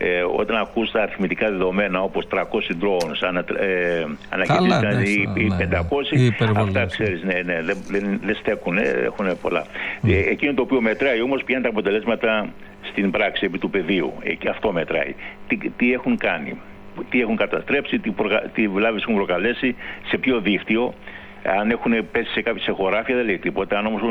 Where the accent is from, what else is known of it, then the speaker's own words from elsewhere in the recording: Kalamata, Peloponnese, Greece; εμείς από την Καλαμάτα